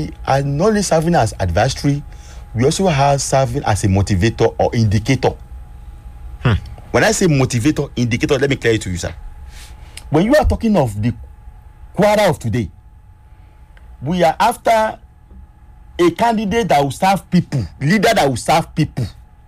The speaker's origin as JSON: {"language": "English", "region": "Kwara", "country": "Nigeria", "said": "because I'm from Kwara."}